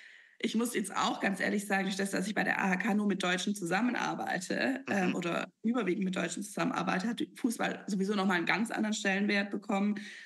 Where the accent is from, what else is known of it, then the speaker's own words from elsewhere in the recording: Baden-Württemberg, Germany; now in Australia; Als Schwabe, ne, die Maultaschen, die Kässpätzle und die guten Soßen.